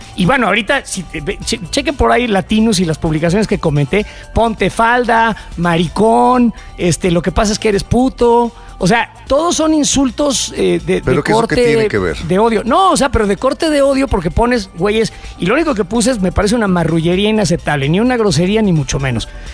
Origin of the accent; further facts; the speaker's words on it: Mexico; soy un mexicano